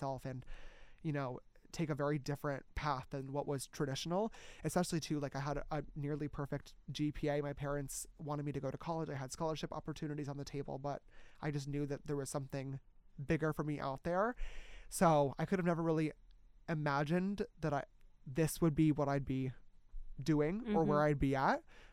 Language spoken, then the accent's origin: English; New York, United States; moved away; back in my hometown of upstate New York